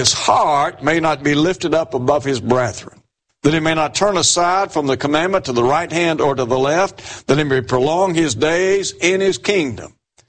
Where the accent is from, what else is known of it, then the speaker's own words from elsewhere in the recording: Chattanooga, Tennessee, United States; When I was a child growing up in Chattanooga